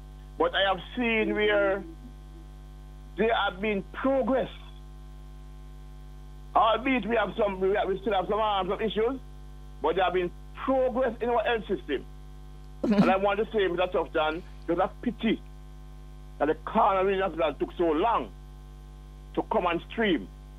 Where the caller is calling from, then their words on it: Jamaica; I'm a Jamaican first.